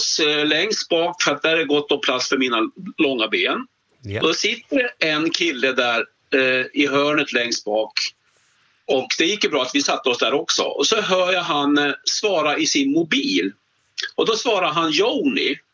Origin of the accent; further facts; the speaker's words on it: Finland; now in Sweden; Och det här namnet är inte så jättevanligt. Inte i Sverige i alla fall. Hemma i Finland så är det väl lite vanligare kanske.